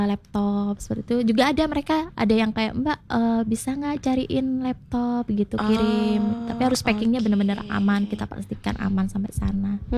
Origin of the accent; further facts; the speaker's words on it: Surabaya, East Java, Indonesia; kita warga Surabaya